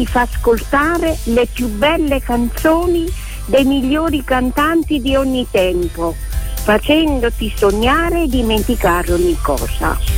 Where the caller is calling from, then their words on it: Aversa, Campania, Italy; d'Aversa. Io ascolto Radio Margherita con molto piacere perché è molto seria.